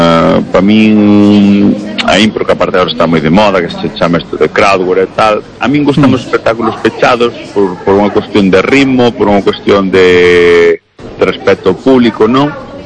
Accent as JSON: {"language": "Galician", "region": "Galicia", "country": "Spain", "said": "pero si eu sempre vivir aquí, pues, eu tamén traballo moito por fora, pero a miña base sempre é Galicia"}